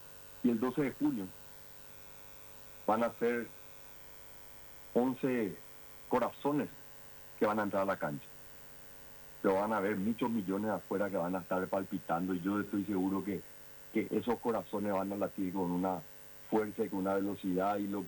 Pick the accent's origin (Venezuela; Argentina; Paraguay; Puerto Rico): Paraguay; Y hoy es el momento que yo vengo a decirte como paraguayo, gracias, mi querido Escribano.